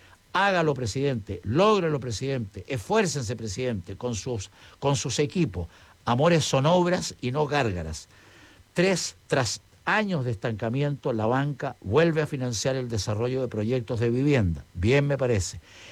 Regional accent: Chile; como chileno común y corriente

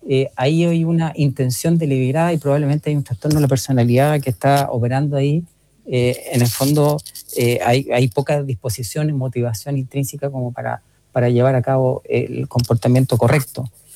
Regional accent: Chile; Un país que somos chilenos

